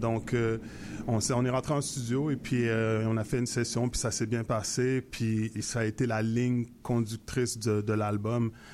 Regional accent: Montreal, Quebec, Canada; born there; first language Haitian Creole; French is a second language; je suis né à Montréal de parents d'origine haïtienne, puis bon, à la maison, c'était créole haïtien qui était qu'on communiquait, et puis après, bon, j'étais à l'école en français

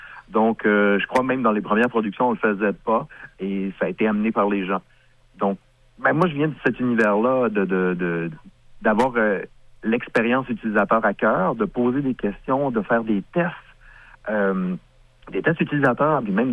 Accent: Canada; On vient du Canada aussi, pas des États-Unis.

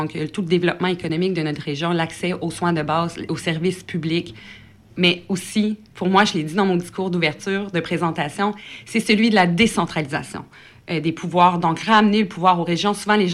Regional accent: Havre-Saint-Pierre, Quebec, Canada; je suis de Havre-Saint-Pierre, on le voit avec mon accent, mais les gens ici le savent.

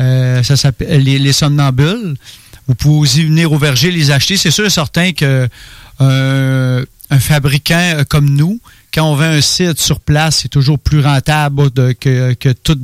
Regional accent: Sainte-Rose-du-Nord, Quebec, Canada; born there; moved away; je viens de Sainte-Rose-du-Nord, un petit village que je vivais dans le bois.

